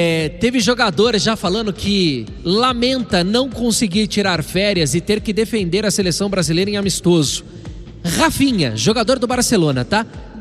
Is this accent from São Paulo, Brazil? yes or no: yes; Botucatu, São Paulo, Brazil; Porque eu sou caipira e com muito orgulho, viu, Rafael Prats?